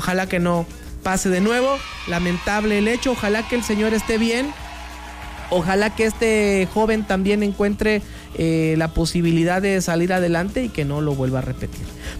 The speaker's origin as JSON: {"language": "Spanish", "region": "Chiapas", "country": "Mexico", "said": "¿dónde está nuestra garantía como mexicanos, como chiapanecos, de nuestra integridad?"}